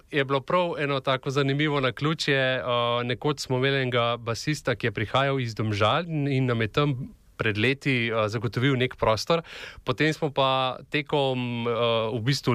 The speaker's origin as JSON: {"language": "Slovenian", "region": "Upper Carniola", "country": "Slovenia", "moved": "yes", "lives_now": "Col, Slovenia", "said": "prihajam iz Gorenjske, prihajam iz dost podobnega okolja, kot je pa zdaj Col, tudi tako iz, bom rekel, geografskega vidika, klima je ta prava, vas je podobna"}